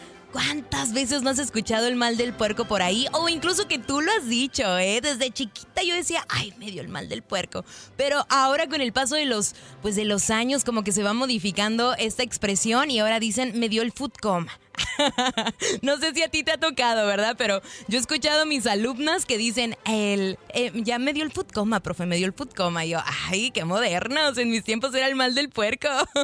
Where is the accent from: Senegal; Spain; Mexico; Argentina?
Mexico; Ve nomás, ¿cómo somos los mexicanos de creativos?